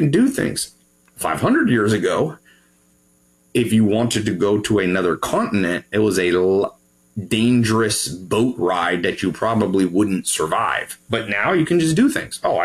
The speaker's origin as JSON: {"language": "English", "country": "United States", "tie": "born there", "said": "I was born in America. I'm patriotic to America."}